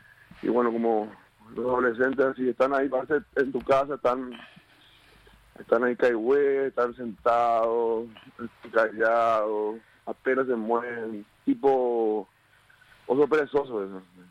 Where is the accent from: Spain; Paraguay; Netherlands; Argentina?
Paraguay; Como a veces digo, somos los paraguayos, ¿verdad?